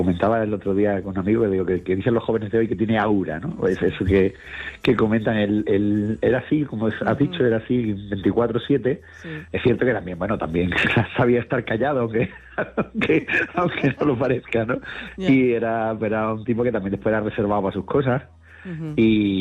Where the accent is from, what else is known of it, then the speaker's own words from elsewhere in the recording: Cádiz, Andalusia, Spain; No, yo además me crié en Cádiz, con lo cual